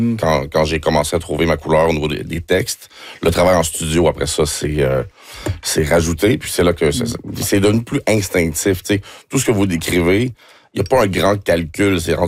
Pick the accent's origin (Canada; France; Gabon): Canada; Montreal, Quebec; born there; Mais je suis né à Montréal-Nord, par exemple.